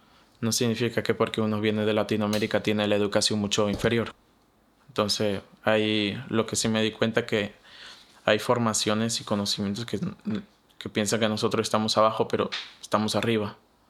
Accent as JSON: {"language": "Spanish", "region": "Loja", "country": "Ecuador", "said": "Yo soy de Loja y yo recuerdo que sabía hacer los San Juanitos o el Año Viejo, cositas así que extraño, que hasta el día de hoy lo extraño porque soy ecuatoriano y estoy orgulloso de ello."}